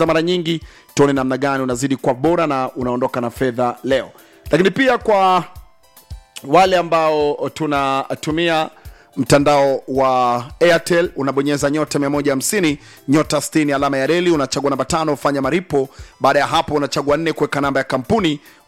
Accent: Tanzania; tukiwa kama Watanzania.

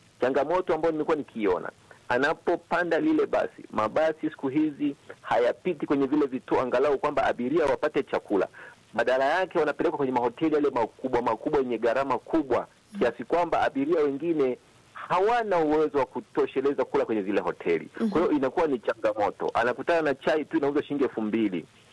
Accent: Nzega, Tabora, Tanzania; natokea Nzega, Tabora, Tanzania.

